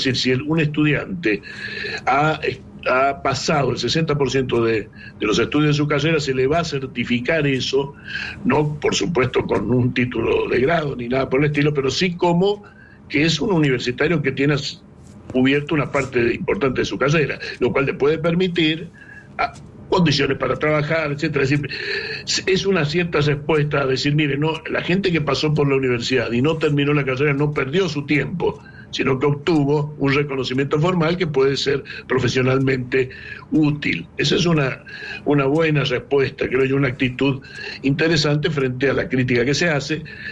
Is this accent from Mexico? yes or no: no; Argentina; en mi país, en Argentina